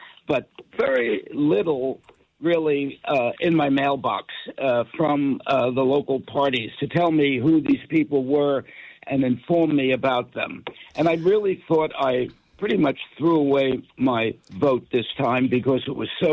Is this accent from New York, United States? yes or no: yes; New York, United States; Well, the problem is I come from originally from New York, and we used to get the League of Women Voters.